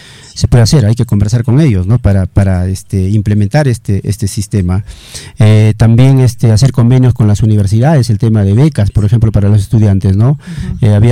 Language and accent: Spanish; Salpo, La Libertad, Peru; Reiterarles a mi pueblo de Salpo